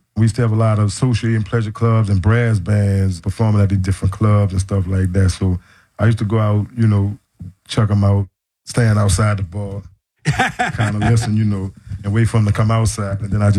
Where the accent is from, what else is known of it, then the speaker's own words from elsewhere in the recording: New Orleans, Louisiana, United States; We all was born and raised in the Treme.